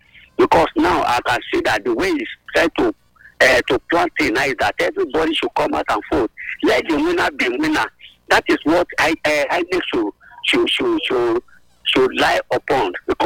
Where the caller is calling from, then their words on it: Igbo, Lagos, Nigeria; from Igo.